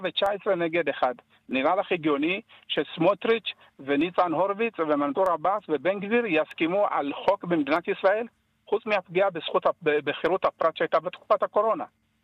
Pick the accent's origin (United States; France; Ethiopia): Ethiopia; now in Israel; אני בא מקהילת יהודי אתיופיה ש... מבחינת מאבקים, מאז שעלינו לארץ, אנחנו סוחבים איתנו מאבקים חברתיים.